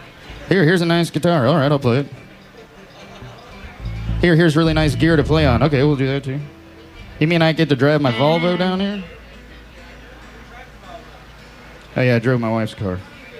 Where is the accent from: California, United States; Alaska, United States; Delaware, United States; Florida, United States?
Florida, United States; Gainesville; So we're from Gainesville, Florida. We've come down to Tampa a couple times.